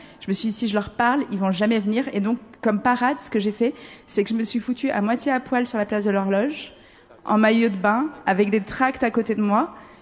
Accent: Marseille, Provence-Alpes-Côte d'Azur, France; moved away as an adult; je suis marseillaise

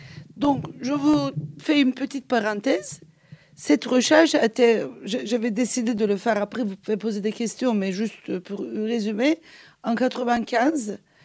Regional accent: Turkey; French is a second language; Et j'ai dit qu'en tant que Turc, moi, je ne veux pas juger quelque chose que je ne maîtrise pas vraiment.

